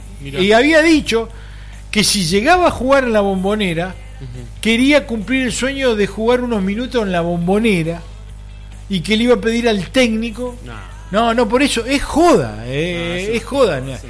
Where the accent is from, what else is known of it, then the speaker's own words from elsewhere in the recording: Argentina; nosotros somos así, los argentinos y malos hincha de Boca.